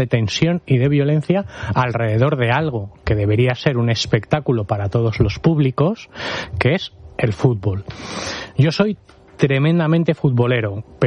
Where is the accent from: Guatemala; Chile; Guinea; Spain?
Spain; que no terminemos siendo todos los españoles quienes pagamos la seguridad cuando enviamos a Policía Nacional o a Guardia Civil a dar seguridad a este tipo de eventos